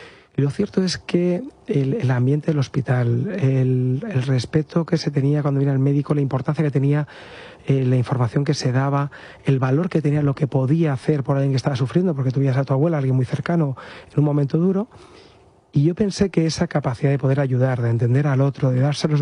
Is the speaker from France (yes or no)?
no; Madrid, Community of Madrid, Spain; yo nací en Madrid, mi familia, desde que nacimos mi hermano y yo, vivimos en Madrid. Lo que pasa es que vivíamos a las afueras, en una urbanización